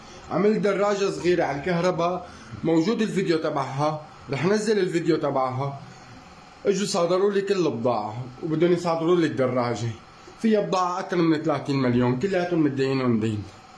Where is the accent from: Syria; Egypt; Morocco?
Syria; أنا مواطن مصري عايش بسوريا، صار لي من يوم اللي خلقت وأنا عايش بهذا البلد. من يوم اللي الله خلقني أمي سورية وأبي مصري، وخلقت وربيت بسوريا.